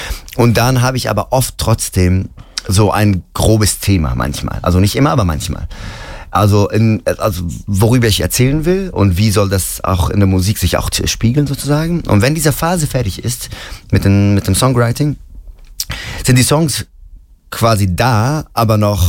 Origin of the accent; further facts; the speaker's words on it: Ramallah, West Bank, Palestine; ich komme ja aus Ramallah im Westjordanland